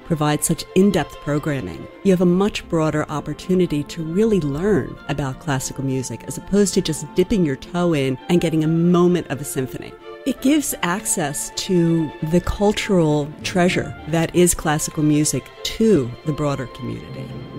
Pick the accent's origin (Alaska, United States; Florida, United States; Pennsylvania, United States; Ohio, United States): Pennsylvania, United States; Langhorne; We're from Langhorne, PA, and we are proud members